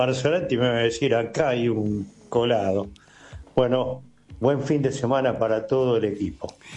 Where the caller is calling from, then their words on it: Buenos Aires, Argentina; Buenos días, doctor Rizzo. … de Parque Chacabuco.